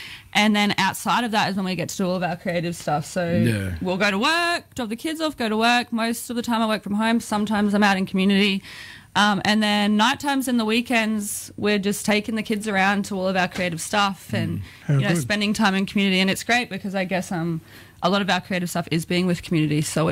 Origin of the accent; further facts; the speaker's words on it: Queensland, Australia; I'm a Yiriman, Birri, Cobble Cobble and South Sea Islander woman.